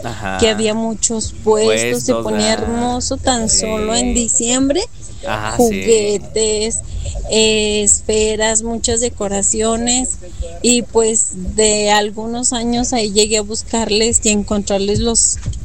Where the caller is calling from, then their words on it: Fresnillo, Zacatecas, Mexico; yo soy de acá de Fresnillo.